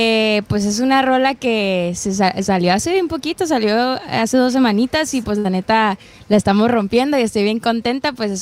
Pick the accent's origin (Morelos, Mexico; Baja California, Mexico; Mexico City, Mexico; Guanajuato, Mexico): Baja California, Mexico; Mexicali; soy de Mexicali, Baja California, me encanta la música desde que estoy morrita, mi familia de charros